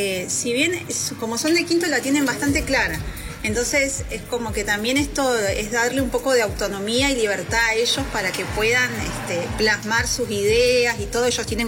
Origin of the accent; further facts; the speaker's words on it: Río Turbio, Santa Cruz, Argentina; ya eso me hace totalmente distinto a mí, a lo que yo, de donde yo vengo, que es de Río Turbio, ¿no?